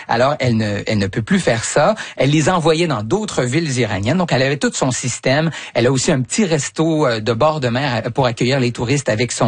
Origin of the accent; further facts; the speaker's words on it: Canada; en tant que Canadien